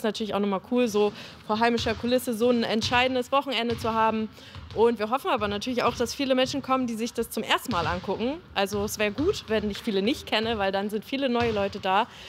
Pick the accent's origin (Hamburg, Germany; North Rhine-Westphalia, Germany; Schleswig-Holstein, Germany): Hamburg, Germany; Für mich als Hamburgerin, die immer in Hamburg gespielt hat